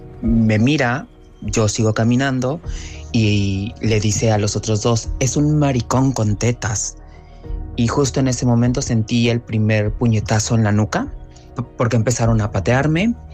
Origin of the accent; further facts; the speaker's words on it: Mexico; moved away; Salí de México pensando que aquí encontraría un espacio más seguro.